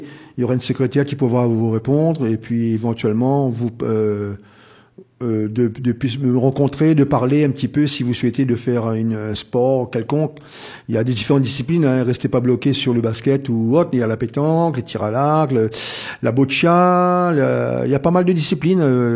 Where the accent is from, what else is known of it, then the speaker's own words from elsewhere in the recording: Réunion; now in France; quand je pense à La Réunion, quand je suis en métropole, ben, mon petit coin où là, j'ai grandi Basse-Terre.